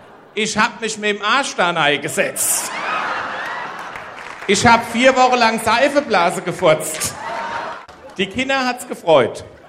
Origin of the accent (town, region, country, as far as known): Hesse, Germany